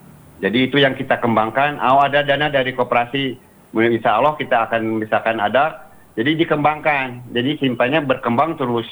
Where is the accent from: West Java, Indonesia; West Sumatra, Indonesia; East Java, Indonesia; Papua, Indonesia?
West Java, Indonesia; Bandung; moved away; Kalau saya asli dari Bandung Kang.